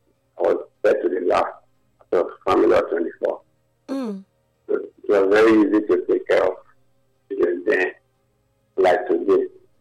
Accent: Benin City, Edo, Nigeria; But I grew up in Benin

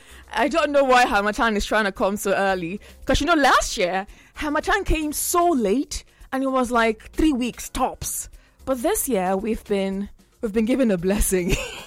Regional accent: Benin City, Edo, Nigeria; As a person who's been born and bred in Benin City

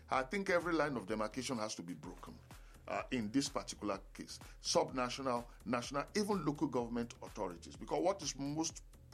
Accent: Nigeria; I'm feeling it too as a Nigerian

